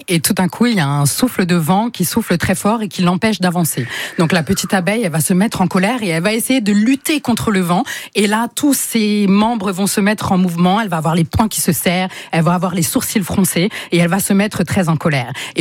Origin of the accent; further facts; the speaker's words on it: French Antilles, France; le Lacou, le mot, il vient de chez nous, aux Antilles.